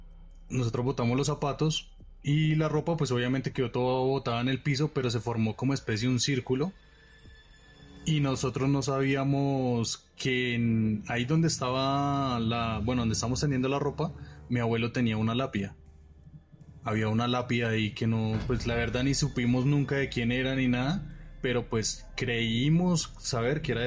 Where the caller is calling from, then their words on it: Bogotá, Colombia; soy de Bogotá, vivo en la localidad de San Cristóbal.